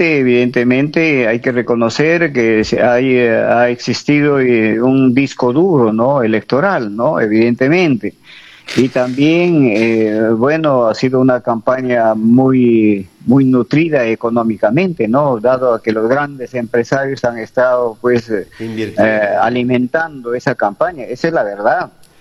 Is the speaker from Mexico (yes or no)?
no; Peru